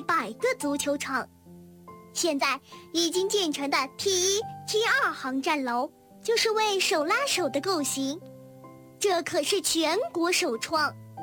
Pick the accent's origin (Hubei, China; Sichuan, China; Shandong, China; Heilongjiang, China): Sichuan, China; Chengdu; 我的家乡成都也成为全国第三座拥有两个国际机场的城市。